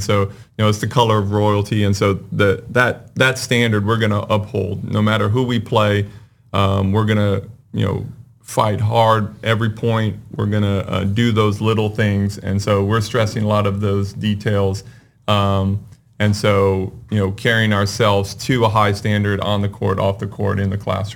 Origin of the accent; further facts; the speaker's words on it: California, United States; So I grew up in California, and I played in high school.